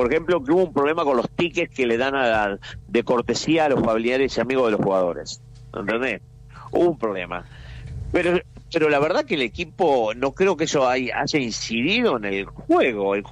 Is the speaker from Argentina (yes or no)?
yes; Argentina; me crucé con una rusa que en mi vida hablé, que sabe que soy argentino